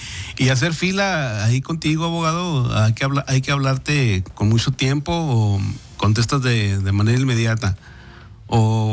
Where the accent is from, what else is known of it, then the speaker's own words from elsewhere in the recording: Mexico; los que nos quedamos aquí en México, y que algunos lo decimos con mucho orgullo, pues somos mexicanos y aquí le echamos ganas, pero quienes estamos en esta frontera